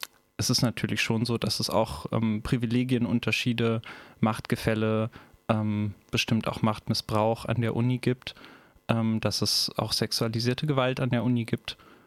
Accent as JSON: {"language": "German", "region": "Berlin", "country": "Germany", "said": "Ich komme aus Berlin."}